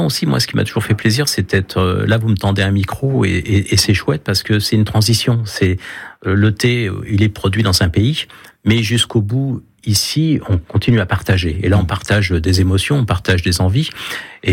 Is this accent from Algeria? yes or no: no; Paris, Île-de-France, France; moved away; j'ai quand même un défaut, c'est que je suis parisien.